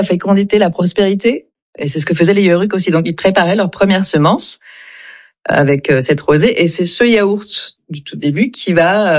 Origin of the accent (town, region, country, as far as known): France; born or raised there; also born or lived in Istanbul, Turkey